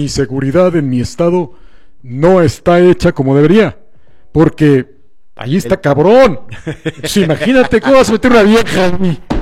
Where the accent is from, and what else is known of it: Mexico